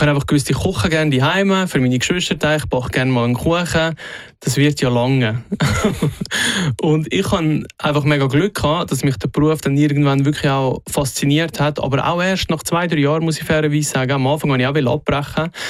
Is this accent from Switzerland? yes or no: yes; Glarus, Switzerland; Ich würde sagen, recht normal. Ländlich aufgewachsen im Glarnerland. Das war sicher sehr prägend gewesen.